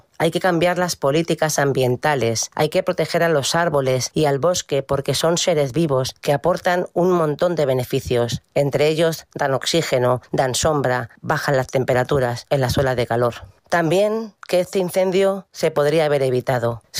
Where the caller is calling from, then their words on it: Castilla-La Mancha, Spain; habitante de la Sierra Norte de Guadalajara.